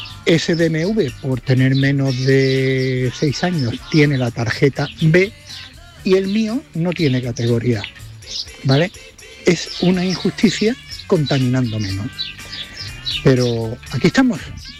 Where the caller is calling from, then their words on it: Estepona, Andalusia, Spain; de Estepona.